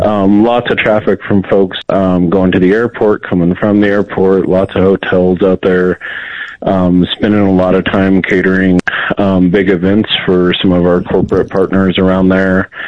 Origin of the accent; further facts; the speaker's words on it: Colorado, United States; born and raised in Colorado, grew up on the Eastern Plains, went to Colorado State